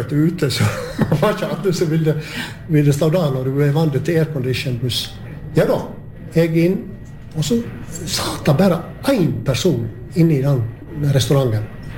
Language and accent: Swedish; Gaupne, Vestland, Norway; Swedish is a second language; så sa jag att jag kommer ju ifrån Gaupne.